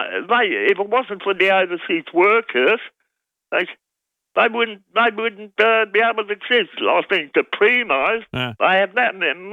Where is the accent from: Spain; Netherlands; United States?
Netherlands; Amsterdam, North Holland; Oh, well, I tell you, I grew up in Amsterdam and it was, Holland's still the people are still living.